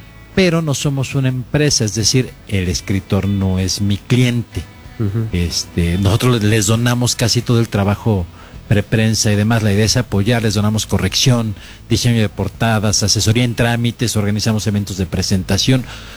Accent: Mexico City, Mexico; De Ciudad de México.

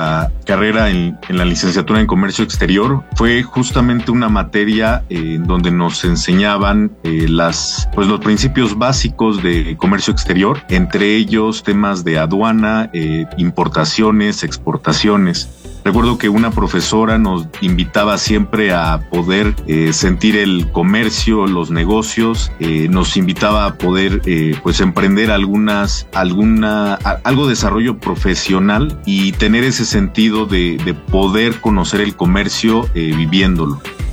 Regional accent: Ciudad Sahagún, Hidalgo, Mexico; soy originario de Ciudad Sahagún, Hidalgo

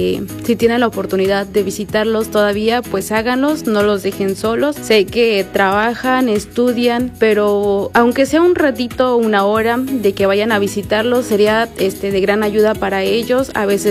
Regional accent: Atlapexco, Hidalgo, Mexico; Yo estuve en el pueblo de donde soy, del Mirador Atlapesco Hidalgo

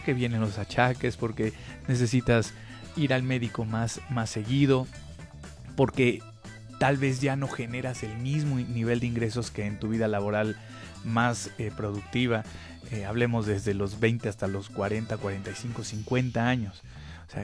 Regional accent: Mexico; como mexicanas y como mexicanos

